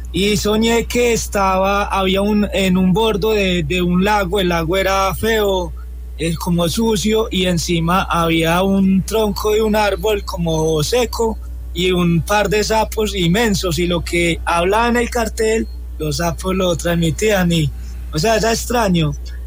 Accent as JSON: {"language": "Spanish", "region": "Antioquia", "country": "Colombia", "said": "Mira, yo soy de Antioquia y desde muy niño pues he tenido muchos, muchos casos paranormales."}